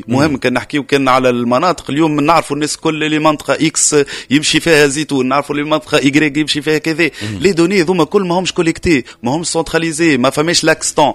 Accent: Tunisia; اقوى حاجه عندنا في تونس

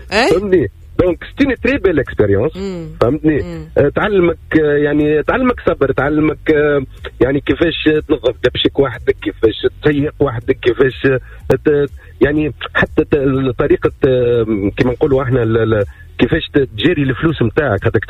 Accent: Hammamet, Nabeul Governorate, Tunisia; moved away as an adult; أنا أصيل مدينة الحمامات

